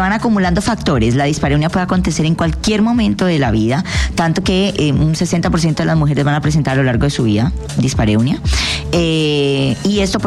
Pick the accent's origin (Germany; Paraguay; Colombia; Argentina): Colombia; Soy colombiana